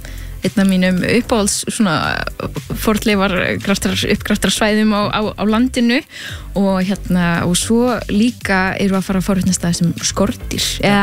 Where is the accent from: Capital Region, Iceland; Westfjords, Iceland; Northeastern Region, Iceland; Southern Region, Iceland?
Southern Region, Iceland; ég hérna ólst náttúrulega upp á Suðurlandi